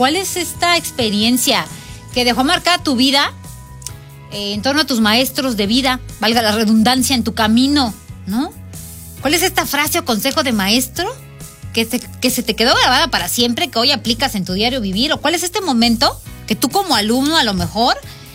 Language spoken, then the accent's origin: Spanish; Tuxpan, Nayarit, Mexico; now in San Martín de Hidalgo, Mexico; Soy de Tuxpan, Nayarit. Pero ya tengo 50 años en San Martín de Hidalgo, tierra del tendido de Cristos.